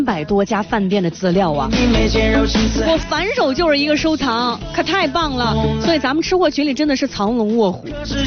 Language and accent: Chinese; Shanxi, China; 我是地地道道的土生土长的山西人，山西姑娘